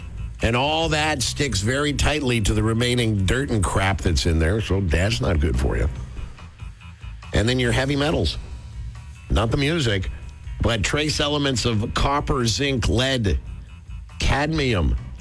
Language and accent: English; Montreal, Quebec, Canada; my years of living in the city and growing up in Montreal